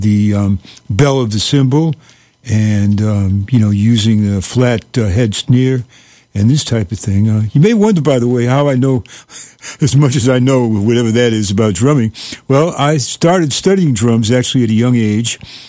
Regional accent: Boston, Massachusetts, United States; speaking of my hometown

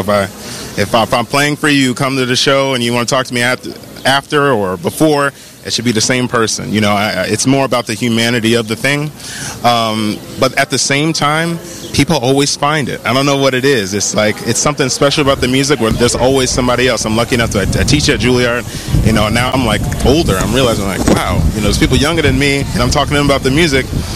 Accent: New Jersey, United States; I'm from New Jersey

